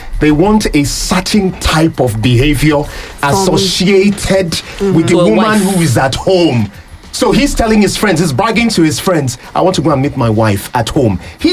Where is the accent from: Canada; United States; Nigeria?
Nigeria; I'm African, first of all, and followed by that, I'm Nigerian.